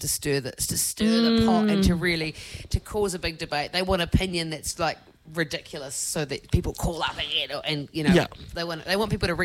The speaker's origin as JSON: {"language": "English", "town": "Dargaville", "region": "Northland", "country": "New Zealand", "tie": "born or raised there", "said": "in Dargaville, my hometown, and did that for like the whole of sixth and then seventh form."}